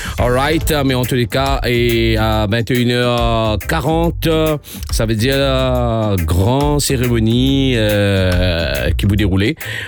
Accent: Mauritius; nous en tant que Mauricien

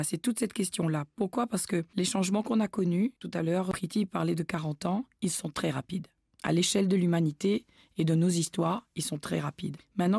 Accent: Réunion; moved away; also born or lived in Malaysia; j'étais partie de la Réunion, puisque je suis réunionnaise, et j'ai travaillé ailleurs.

